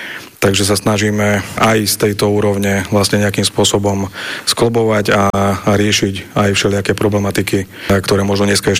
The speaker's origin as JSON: {"language": "Slovak", "town": "Moldava nad Bodvou", "region": "Košice Region", "country": "Slovakia", "tie": "born or raised there", "also_born_or_lived": "Nitra", "moved": "as an adult", "said": "ja som sa dostal na strednú poľnohospodársku školu v Moldave, takže ja si myslím, že celé to detstvo do tých 18 rokov som strávil v Moldave, takže som neodcestoval do Košic alebo niekde inde na strednú školu."}